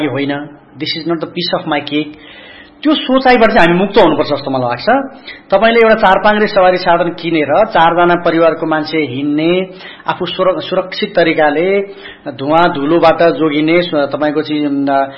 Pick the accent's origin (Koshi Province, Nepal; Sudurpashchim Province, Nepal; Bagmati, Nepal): Koshi Province, Nepal; Khotang; मेरो घर खोटाङ हो, म यहाँबाट करिब 200-300 किलोमिटर, यदि मसँग मेट्रो रेल हुन्थ्यो भने त म त 1 घण्टा पुग्ने रहेछु नि त, म बसाइ सराई गर्नुपर्ने थिएन।